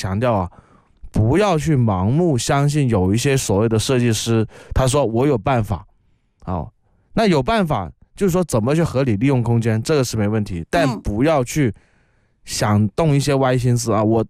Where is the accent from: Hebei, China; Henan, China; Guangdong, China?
Guangdong, China; accent: Cantonese; first language Cantonese; 我们广东话说要卖冬瓜豆腐